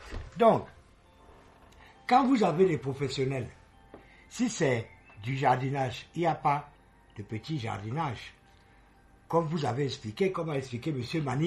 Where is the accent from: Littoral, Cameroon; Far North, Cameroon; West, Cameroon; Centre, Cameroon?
Centre, Cameroon; Yaoundé; Moi, quand j'étais petit, à Messa, on avait une grande cour derrière.